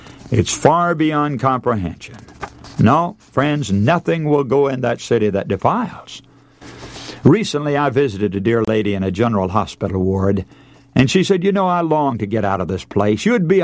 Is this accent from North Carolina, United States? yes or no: yes; North Carolina, United States; I was born in North Carolina and grew up there, and I live close to a large city there with its rancid smell of tobacco.